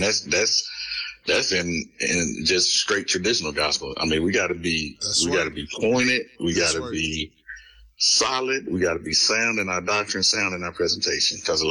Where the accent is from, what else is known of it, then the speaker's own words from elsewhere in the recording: Canyon, Texas, United States; there in my hometown, the university there, West Texas A&M University, they wanted to put together a Black History program.